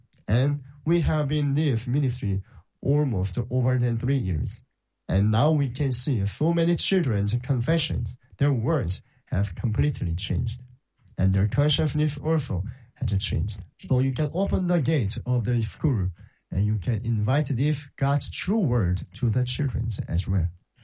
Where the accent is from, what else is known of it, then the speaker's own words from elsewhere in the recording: South Korea; now in Ghana; And I am the missionary from South Korea.